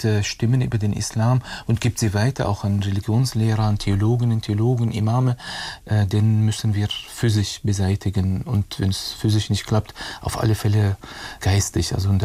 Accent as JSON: {"language": "German", "country": "Germany", "said": "ich komme aus Deutschland, ich wusste auch nicht, was ich genau sage, aber meine Eltern sind Palästinenser"}